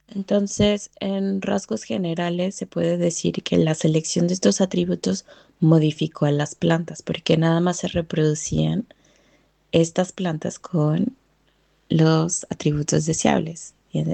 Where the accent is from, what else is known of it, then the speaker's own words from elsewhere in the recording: Mexico; Y digo, es el ejemplo que les doy porque soy mexicana y es como el que tengo más presente.